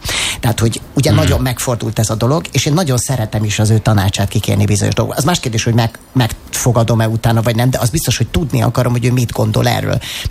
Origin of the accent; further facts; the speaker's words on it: Budapest, Hungary; amit én már budapestiként már rég megtapasztaltam